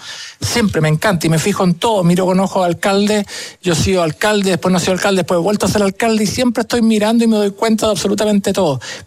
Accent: Santiago, Santiago Metropolitan Region, Chile; yo nací acá en Santiago, en la Clínica Santa María, y de ahí me he movido en la casa que todavía vive mi mamá, que es en el barrio El Golf, en Las Condes, en la calle Málaga

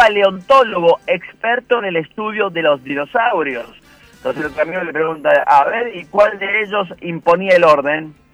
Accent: Pedro Molina, Mendoza, Argentina; Soy de Pedro Molina.

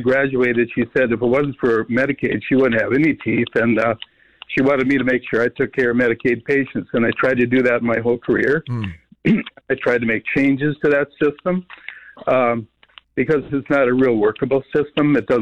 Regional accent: Moorhead, Minnesota, United States; now in West Fargo, United States; I grew up in Moorhead

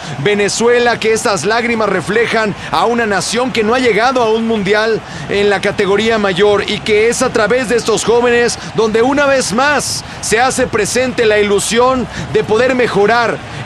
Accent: Mexico

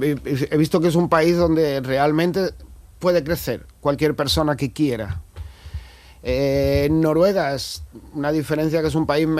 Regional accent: Arcos de la Frontera, Andalusia, Spain; Me atrae más mi pueblo, Arcos de la Frontera, bien, directamente.

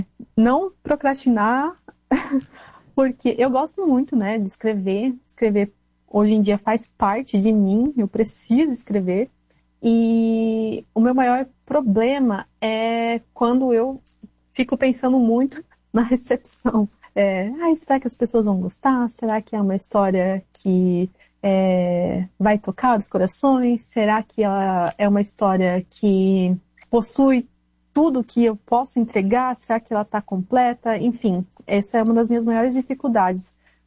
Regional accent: South Region, Brazil; Foi um período de transição que eu tava de mudança, eu sou do Sul. Aí nesse tempo eu mudei para o Norte

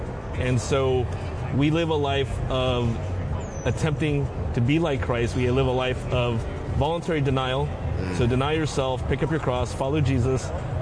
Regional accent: Alameda, California, United States; now in New York, United States; actually comes from my hometown in the San Francisco Bay Area, Alameda

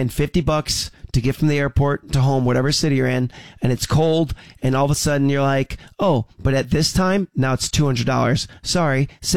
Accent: United States; as an American

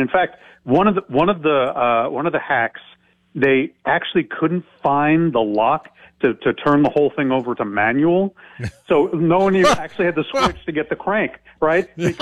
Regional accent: California, United States; I come from Northern California. You know, agriculture is a huge part and water is gold, right?

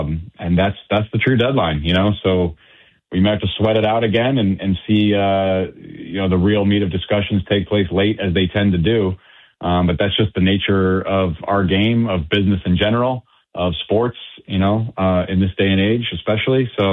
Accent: Cleveland, Ohio, United States; I come from a small market, smaller market mentality. And I grew up in Cleveland

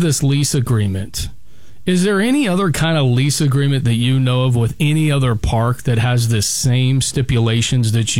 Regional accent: Fresno, California, United States; You know, I'm from Fresno, so I saw Granite Park

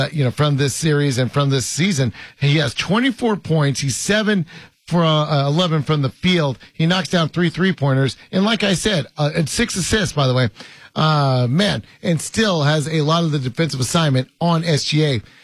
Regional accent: Oklahoma, United States; I am from Oklahoma though.

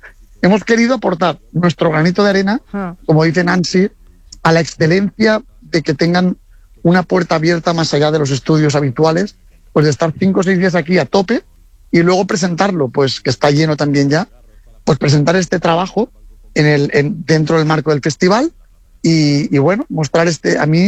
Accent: Valencia, Valencian Community, Spain; Y encima en mi tierra, lo que te digo, pues ahora yo estuve ahora tocando con la Orquesta de Valencia

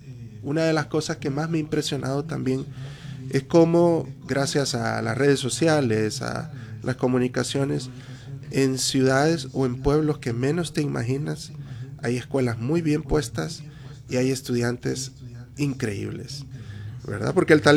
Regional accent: Honduras; Entonces tú tienes que hacer doble esfuerzo como hondureño, porque somos muy capaces, definitivamente que lo somos.

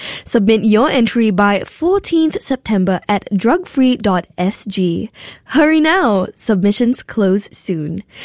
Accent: Philippines; I've only ever been to Philippines, my home country

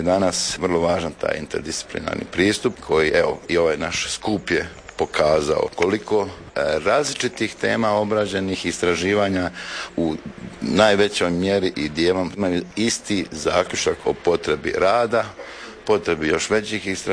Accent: Imotski, Split-Dalmatia County, Croatia; u Imotskom, mom rodnom gradu. To mi je bila privilegija što sam rođen tu

